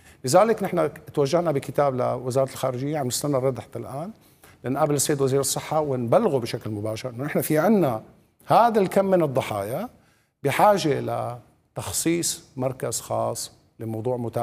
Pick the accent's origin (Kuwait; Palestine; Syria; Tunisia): Syria; ما في اتفاقية بين هذه الدولة وبيننا نحن كسوريين.